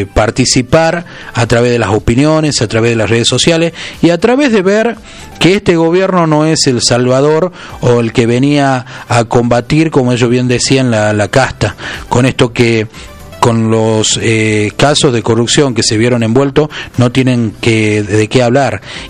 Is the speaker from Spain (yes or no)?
no; Tucumán, Argentina; como ciudadanos, como tucumanos, como argentinos